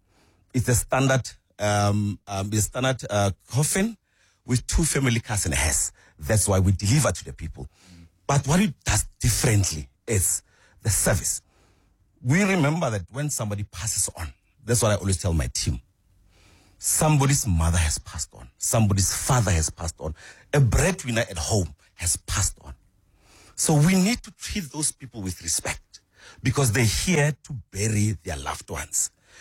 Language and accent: English; Rustenburg, North West, South Africa; No, I'm from Rustenburg.